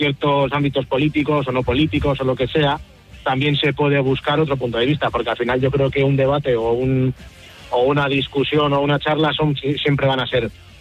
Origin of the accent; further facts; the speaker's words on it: Portugalete, Basque Country, Spain; Vivimos cerca, me refiero a que yo soy de Portugalete, que llamo en varias ocasiones.